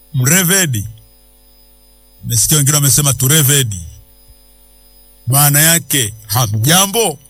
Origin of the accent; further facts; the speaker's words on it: Kilimanjaro, Tanzania; Kwa mfano mimi ni Mpare. Nikiamua kunena kwa lugha hapa hamtanielewa.